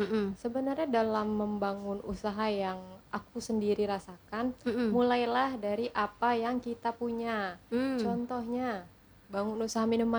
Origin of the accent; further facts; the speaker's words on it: Bengkulu, Indonesia; accent: Sundanese-like; moved away as an adult; also born or lived in Bandung; Saya asli orang Bengkulu, lahir di Bengkulu, besar di Bengkulu, cuman sempat menempuh pendidikan kuliah di luar, dan bekerjanya juga waktu itu sempat keluar.